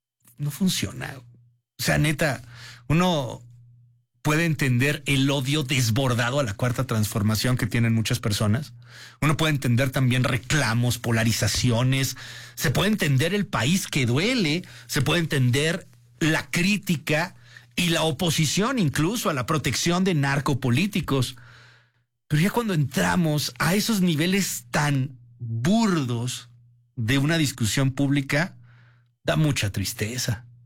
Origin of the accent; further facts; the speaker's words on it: Mexico; A mí, orgullosamente, me gusta decir que soy mexicano.